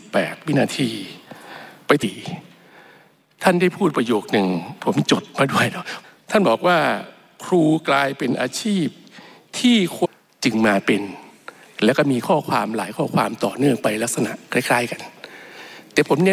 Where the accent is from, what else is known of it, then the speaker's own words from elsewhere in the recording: Sisaket, Thailand; ครูบาอาจารย์ที่สอนผมมานะฮะหลายท่านผมมาจากศรีสะเกษ